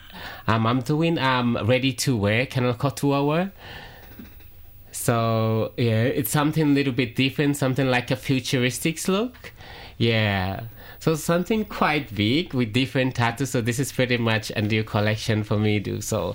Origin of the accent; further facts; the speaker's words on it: Central Province, Papua New Guinea; I am from Central, so I am mixed Motuen and Motu Koitabu. Dad is a Motuen from Hula, and a mom is Central from Motu Koitabu. Dad is also Motu Koitabuen also.